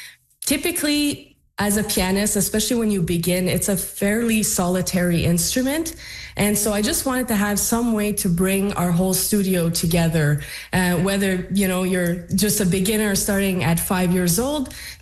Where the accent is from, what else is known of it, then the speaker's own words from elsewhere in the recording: Chapleau, Ontario, Canada; So I grew up in Shaplow. I am from a musical family